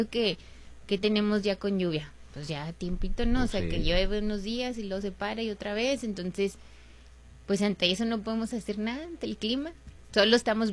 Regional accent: Mexico; eso a mí también me emociona mucho como mexicana

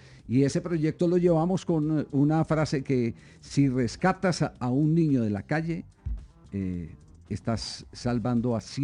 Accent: Manizales, Caldas, Colombia; yo me crié en Manizales, uh-huh, en el barrio Chipre

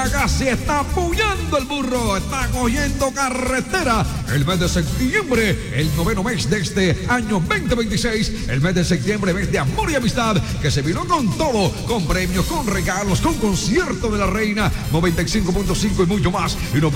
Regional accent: Cartagena, Bolívar, Colombia; la felicidad de Cartagena, la alegría de la emisora que más se oye en mi tierra linda

